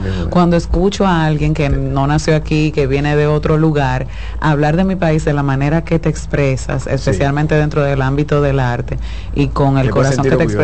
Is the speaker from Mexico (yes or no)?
no; Dominican Republic; yo siento que siempre me vuelvo a enamorar de mi país a través de los ojos de un extranjero.